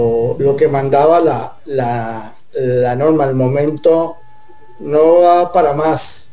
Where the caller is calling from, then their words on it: Candelaria, Valle del Cauca, Colombia; Candelaria Valle, a escasos 26 kilómetros del departamento, de la ciudad, de la capital.